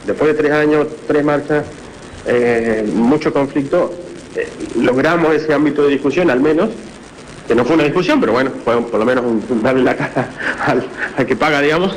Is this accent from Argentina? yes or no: yes; Argentina; Somos una montaña rusa, básicamente, Argentina, ¿no?